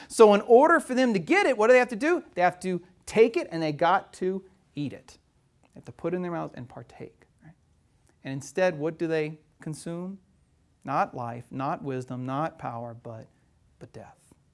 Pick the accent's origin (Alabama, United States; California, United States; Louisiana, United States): Louisiana, United States; born or raised there